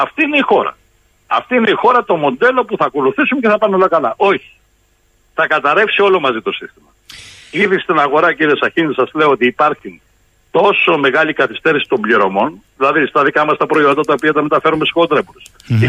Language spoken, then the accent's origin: Greek; Thessaly, Greece